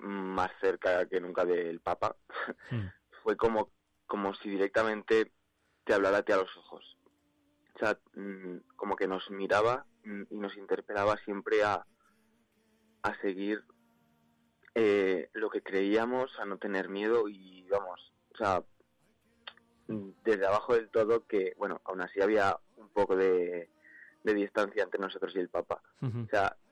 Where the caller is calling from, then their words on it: Soria, Castile and León, Spain; yo he conocido a muchísimos jóvenes de aquí de Soria que no conocía por el hecho de no salir de mi pueblo.